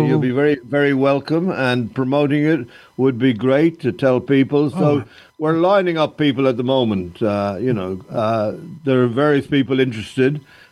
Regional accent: Ireland

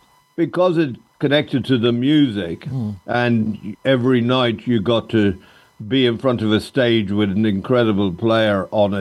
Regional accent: Ireland

